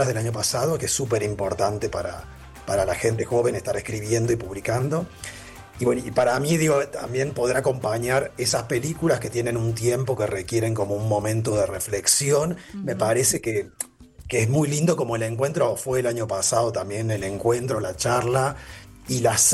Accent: Córdoba, Argentina; now in Buenos Aires, Argentina; yo soy de Córdoba, pero vivo en Buenos Aires

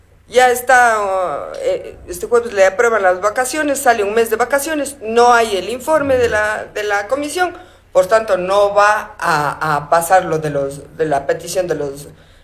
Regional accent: Azogues, Cañar, Ecuador; Somos una ciudad andina, pues, somos de los Andes.

